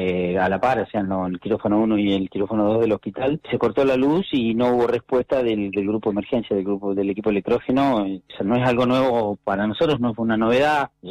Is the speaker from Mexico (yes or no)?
no; Esquel, Chubut, Argentina; ya todos los que somos de Esquel sabemos que el edificio del hospital no da para más.